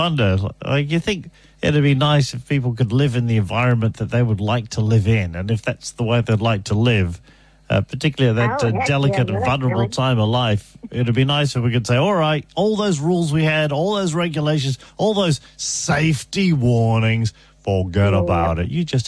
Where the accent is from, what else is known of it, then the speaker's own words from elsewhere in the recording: Australia; As my word of an Australian man